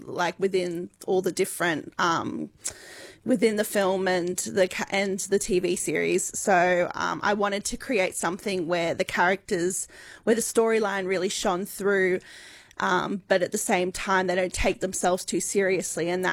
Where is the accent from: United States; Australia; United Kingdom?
Australia; Ulladulla, New South Wales; moved away as an adult; I moved back to my hometown of Ulladulla with my husband